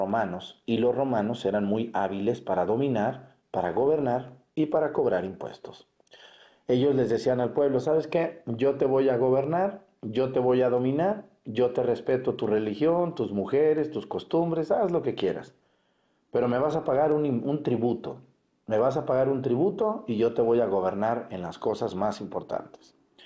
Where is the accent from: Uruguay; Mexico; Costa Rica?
Mexico; Ahora imagínense que yo como mexicano tuviera aquí en mi pueblo, en mi ciudad, en mi país